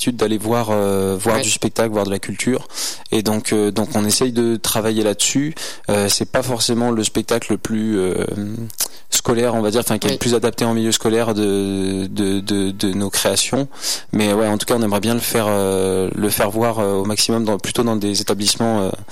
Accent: Monestier-du-Percy, Auvergne-Rhône-Alpes, France; now in Mens, France; moi j'ai grandi ici, j'ai grandi à Monessy du Percy, puis maintenant sur Mainz.

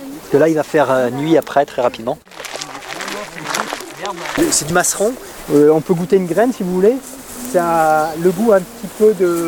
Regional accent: Brittany, France; Non, je suis originaire du Finistère.

